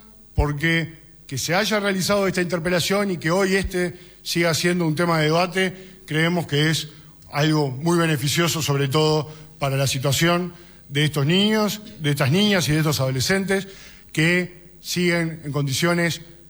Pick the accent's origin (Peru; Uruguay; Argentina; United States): Uruguay